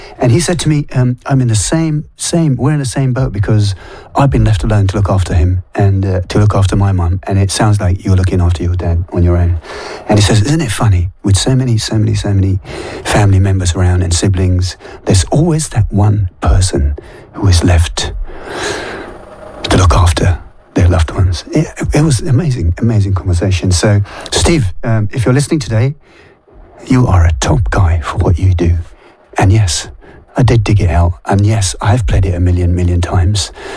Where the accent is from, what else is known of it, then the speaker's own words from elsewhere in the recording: India; is it my accent? Is it, can you tell from my accent that I'm Indian?